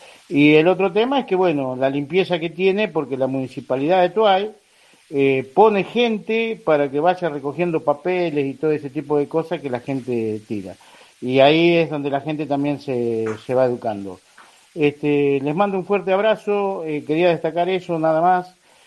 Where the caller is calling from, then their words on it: Villa Quillinzo, Córdoba, Argentina; de Villa Quillinzo.